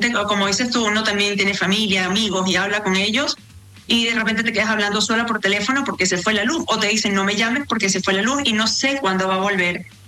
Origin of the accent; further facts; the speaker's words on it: Barquisimeto, Lara, Venezuela; en el estado Lara, de donde yo soy, la capital, Barquisimeto